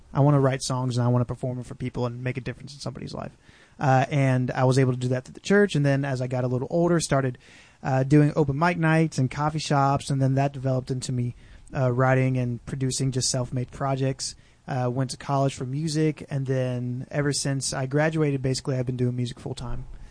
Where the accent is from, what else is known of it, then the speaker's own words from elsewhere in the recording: Cleveland, Tennessee, United States; also born or lived in Wilmington, North Carolina; I grew up in the Cleveland, Chattanooga area